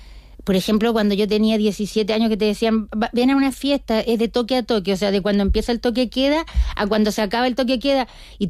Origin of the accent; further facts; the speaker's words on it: Chile; moved away; me siento más palestina cuando he estado y también me siento más chilena viviendo fuera